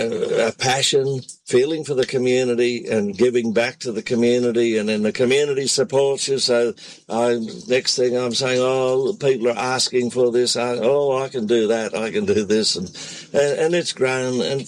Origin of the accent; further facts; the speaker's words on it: Capella, Queensland, Australia; I'm Australian. I'm the Ampol man of Capella and of central Queensland